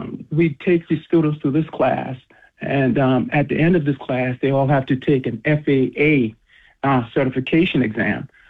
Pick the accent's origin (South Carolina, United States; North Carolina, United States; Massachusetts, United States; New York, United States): South Carolina, United States; Edisto Island; I'm originally from Edisto Island, and I went to Baptist Hill High School, and was fortunate enough to be taught by some very dedicated people.